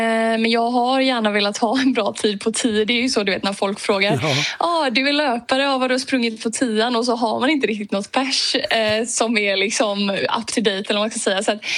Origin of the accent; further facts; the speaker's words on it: Öland, Kalmar County, Sweden; now in Netherlands; Ja, på sommaren saknar man verkligen Öland. Det blir väldigt varmt här i Holland